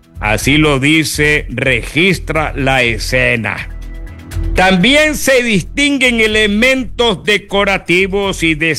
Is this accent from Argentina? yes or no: no; Ecuador; Somos nosotros los ecuatorianos que le pagamos los sueldos a ustedes.